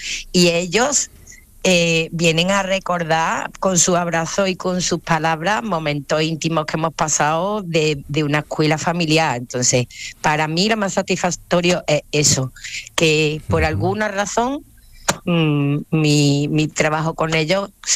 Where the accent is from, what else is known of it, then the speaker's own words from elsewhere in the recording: Córdoba, Andalusia, Spain; Mi apellido es del País Vasco, mi familia no lo es, todos somos andaluces y cordobeses